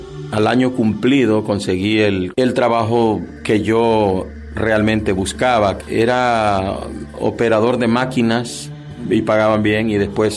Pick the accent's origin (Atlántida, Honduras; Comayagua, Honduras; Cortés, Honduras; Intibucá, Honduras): Cortés, Honduras; San Pedro Sula; moved away as an adult; also born or lived in Utah, United States; Me crié hasta la edad de los 28 años, que viví aquí en Honduras, en San Pedro Sula. Luego me fui para el estado de Utah, en Estados Unidos, hasta que regresé a mi patria.